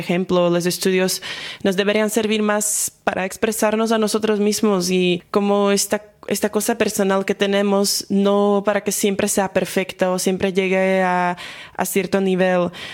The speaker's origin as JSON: {"language": "Spanish", "country": "Slovakia", "second_language": "Spanish", "moved": "as an adult", "lives_now": "Granada, Spain", "said": "estudio ahorita Ciencias Políticas y Derecho aquí en Granada, pero soy de Eslovaquia. Me mudé hace año y medio"}